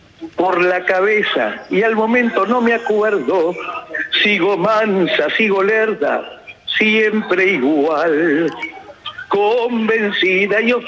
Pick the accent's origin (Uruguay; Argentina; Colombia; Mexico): Argentina; Buenos Aires; Y fui criada en Villa del Parque.